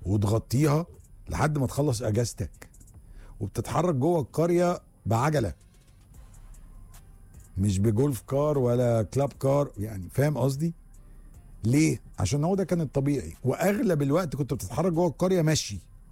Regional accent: Egypt; عندنا في مصر

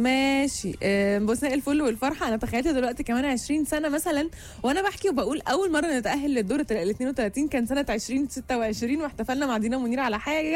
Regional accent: Egypt; لينا كمصريين

